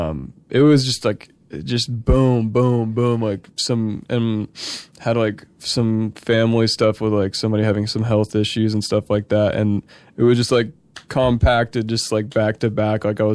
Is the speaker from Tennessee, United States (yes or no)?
yes; Nashville, Tennessee, United States; For sure. Well, Nashville is really cool.